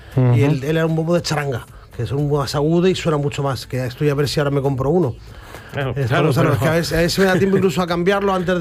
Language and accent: Spanish; Spain; los españoles somos un poquito sosos con el tema de animar, porque lo somos.